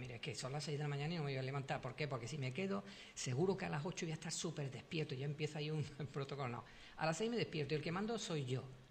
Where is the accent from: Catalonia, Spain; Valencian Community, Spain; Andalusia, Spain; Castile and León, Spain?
Andalusia, Spain; porque yo soy andaluz y también me gustaría estar en una terraza.